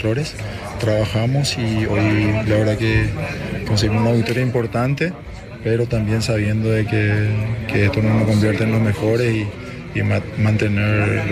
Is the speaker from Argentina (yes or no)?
no; Paraguay; Creo que son parte de nuestros valores como selección, como paraguayo